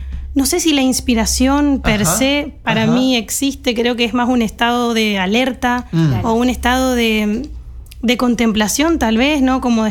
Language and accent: Spanish; Resistencia, Chaco, Argentina; born there; es una chica que nació en Resistencia